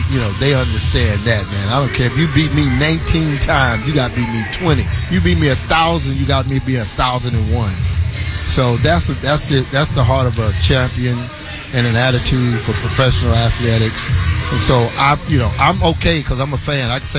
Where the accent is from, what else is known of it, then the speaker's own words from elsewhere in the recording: Houston, Texas, United States; I'm from Houston, Texas.